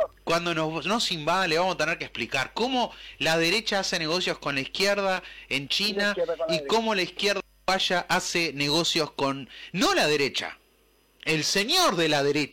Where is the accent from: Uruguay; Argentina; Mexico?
Uruguay; Discutimos, pero no nos peleamos, porque acá somos uruguayos diferentes.